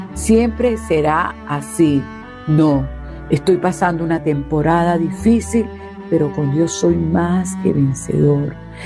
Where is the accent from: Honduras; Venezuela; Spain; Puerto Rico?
Venezuela; somos como buenos venezolanos